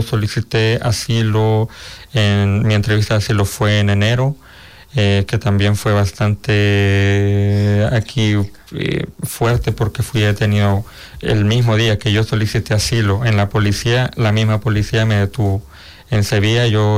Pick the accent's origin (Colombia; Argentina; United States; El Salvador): El Salvador; moved away as an adult; now in Spain; digo que soy de El Salvador